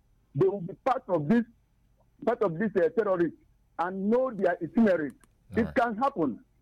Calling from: Enugu, Enugu State, Nigeria; I'm calling from Enugu.

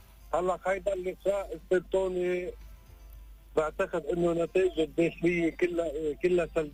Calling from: Hasbaya, Nabatieh Governorate, Lebanon; من القصير حصبيا.

